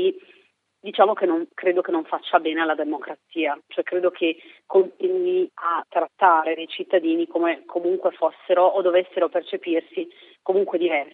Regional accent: Reggio Emilia, Emilia-Romagna, Italy; io sono di Reggio Emilia, mi sono affacciata all'università dovendomi spostare, facendola pendolare a Bologna

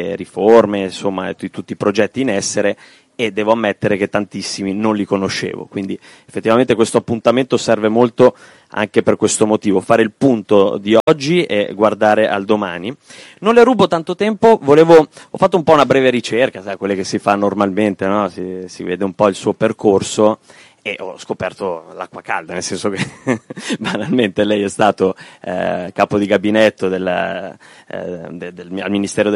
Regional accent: Albania; now in Italy; io sono arrivato in Italia nel 2000, clandestinamente, sono immigrato clandestino in Italia, dall'Albania sono arrivato in Italia.

